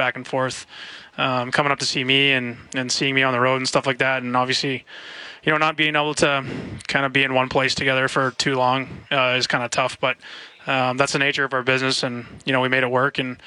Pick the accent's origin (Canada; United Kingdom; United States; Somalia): Canada; And I was, you know, being Canadian, I'd have to worry about the visa or anything like that.